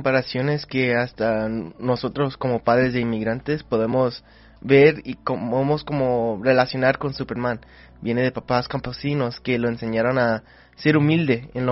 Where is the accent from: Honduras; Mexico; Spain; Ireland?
Mexico; puede tocar los corazones de muchos de nosotros, especialmente como mexicanos.